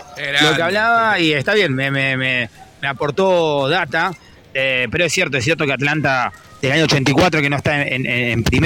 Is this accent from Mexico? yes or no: no; Buenos Aires, Argentina; Uno siendo porteño